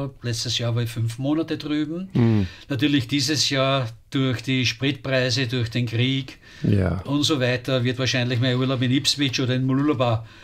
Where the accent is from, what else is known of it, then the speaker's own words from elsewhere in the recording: Vienna, Austria; now in Australia; Ich bin vor 72 Jahren in Wien geboren worden, bin waschechter Wiener, bin verheiratet und bin jetzt glücklicher Pensionist